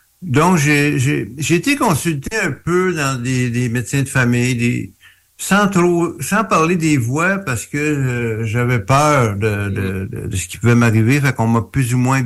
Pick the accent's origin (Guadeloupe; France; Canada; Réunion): Canada; Montreal, Quebec; moi, je viens de Montréal, donc je viens de Montréal, mais j'habitais dans l'est de Montréal